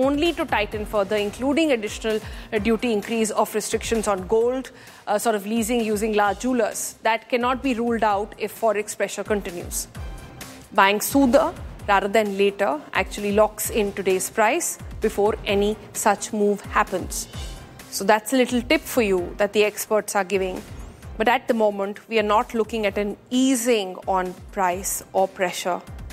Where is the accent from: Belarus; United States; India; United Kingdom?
India; we as Indian citizens